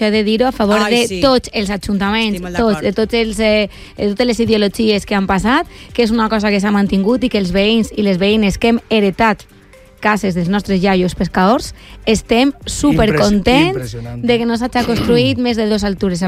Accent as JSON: {"language": "Catalan", "town": "Puçol", "region": "Valencian Community", "country": "Spain", "said": "exacte, però jo sóc de Puçol"}